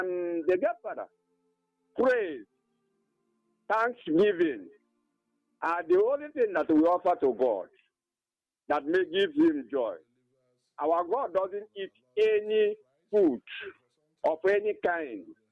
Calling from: Nigeria; I'm calling from Isoko, my name is a local government here of Akwa State.

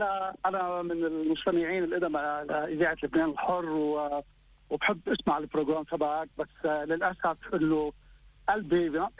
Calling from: Australia; انا عم بحكيك من استراليا

